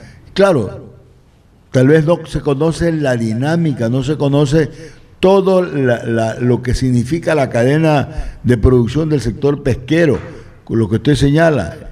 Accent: Ecuador; Y nosotros, como ecuatorianos, debemos creerle a los ecuatorianos.

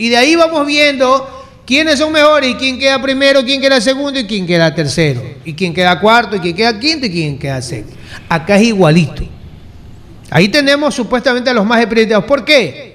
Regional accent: Manta, Manabí, Ecuador

